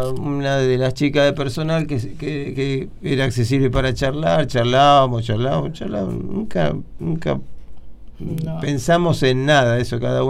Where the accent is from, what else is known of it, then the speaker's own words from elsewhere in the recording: Buenos Aires, Argentina; born there; No, es en Parque Patricio.